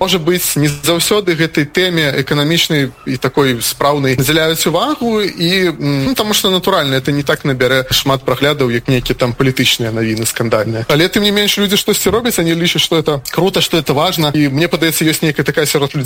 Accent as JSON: {"language": "Russian", "country": "Belarus", "said": "Потому что, в принципе, и мы, белорусы, по менталитете, как бы, такие тихие некие."}